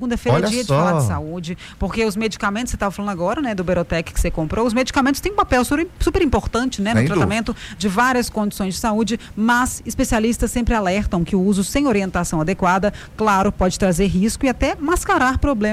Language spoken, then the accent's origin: Portuguese; Patrocínio, Minas Gerais, Brazil; Com a Patrocínio, gente, minha cidade natal.